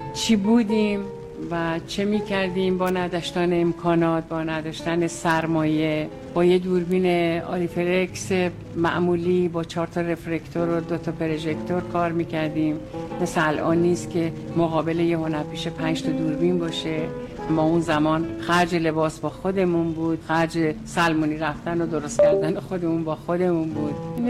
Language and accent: Persian; Iran; منم در مملکت خودم در وطن خودم موندم